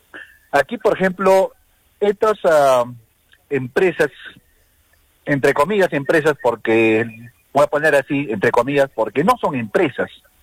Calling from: Arequipa, Peru; nosotros como arequipeños

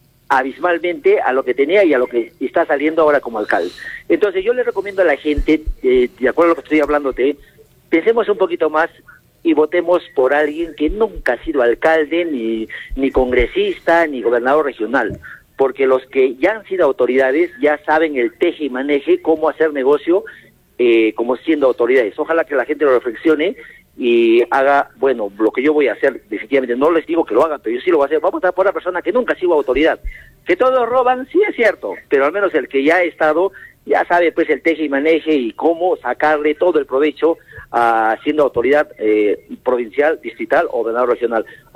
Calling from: Arequipa, Peru; yo soy de Selva Alegre

